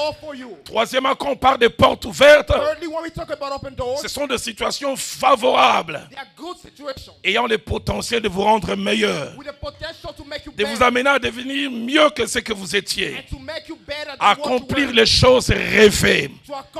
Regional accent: Kinshasa, DR Congo; Chez nous, à Kinshasa

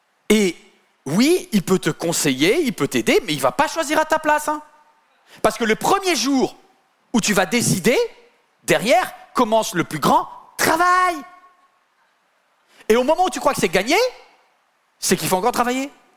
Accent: Paris, Île-de-France, France; Moi je viens de Paris, moi j'ai laissé l'église

